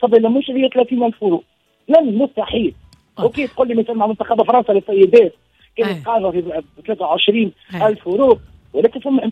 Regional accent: Tunisia

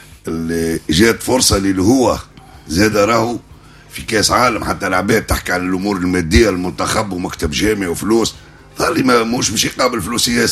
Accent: Tunisia; احنا بالنسبه لنا احنا كشعب تونسي احنا نشنزوا كاس عالم

